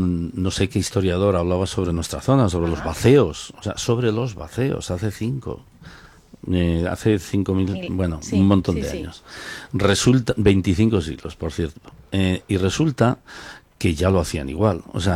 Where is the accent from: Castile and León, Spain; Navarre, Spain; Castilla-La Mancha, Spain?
Castile and León, Spain; Aranda de Duero; de Aranda de Duero, que es nuestro pueblo